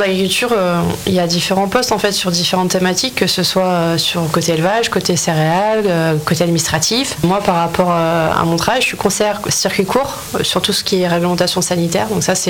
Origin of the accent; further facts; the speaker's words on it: Bourgogne-Franche-Comté, France; j'ai grandi à la campagne, j'ai grandi à Châteauneuf-de-Bergis, notamment.